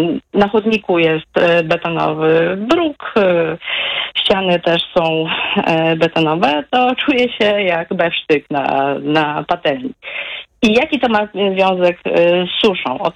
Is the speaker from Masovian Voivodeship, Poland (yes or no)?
yes; Warsaw, Masovian Voivodeship, Poland; I tutaj przedstawię taki przykład. Ja jestem z Warszawy.